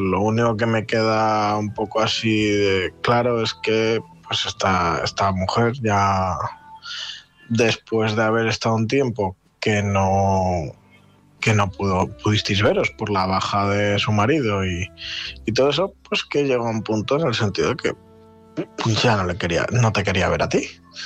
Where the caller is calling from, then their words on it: Palencia, Castile and León, Spain; Llamo desde Palencia